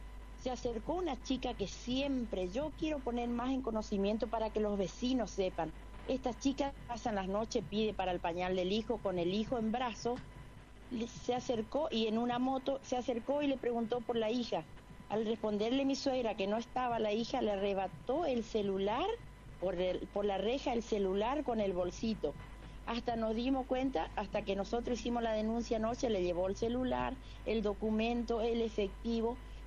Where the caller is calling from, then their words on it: Vilelas, Chaco, Argentina; Yo soy de Vilela. Estoy con mi suegra acá en Barranquera.